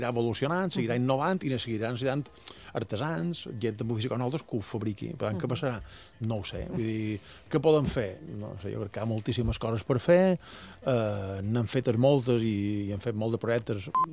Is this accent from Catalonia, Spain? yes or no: no; Colònia de Sant Jordi, Balearic Islands, Spain; Sí, jo som de la Colònia, som de la Colònia, era de la Colònia, ara ja no sé exactament, no és el que era, però sí, la Colònia encara.